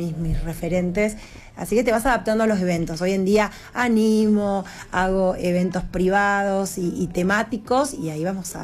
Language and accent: Spanish; Santa Fe, La Pampa, Argentina; born there; mi primer dúo con mi hermana a los 7 años, que de Santa Fe nos vinimos para La Pampa.